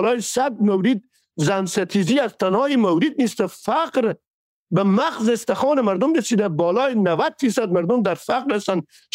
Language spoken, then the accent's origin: Persian; Herat, Afghanistan; ما به عنوان یک آدم بومی هرات که از پدر خود گفتم که ما بومی هراتی هستیم